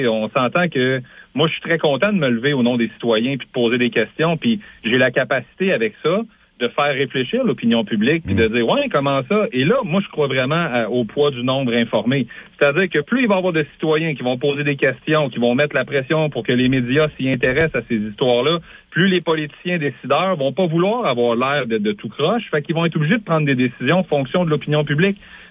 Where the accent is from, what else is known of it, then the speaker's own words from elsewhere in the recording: Quebec, Canada; en tant que Québécois, en tant que Canadiens